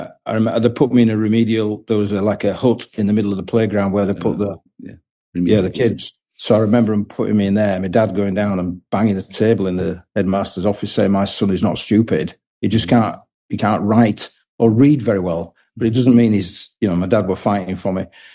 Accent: Bradford, Yorkshire and the Humber, United Kingdom; Yeah, I'm from Bradford.

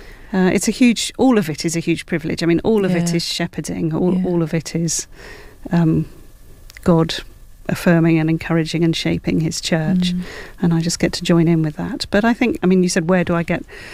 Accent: Wales, United Kingdom; I'm Welsh, and so the kind of Welsh revival is in my blood.

